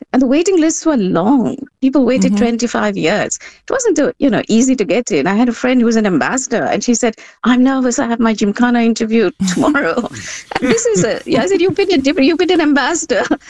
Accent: Delhi, India; I mean, like you said, I grew up in Delhi.

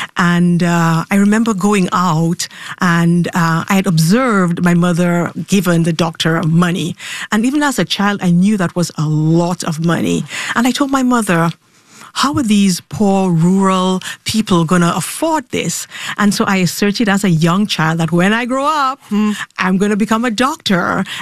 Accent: Dominica; born or raised there

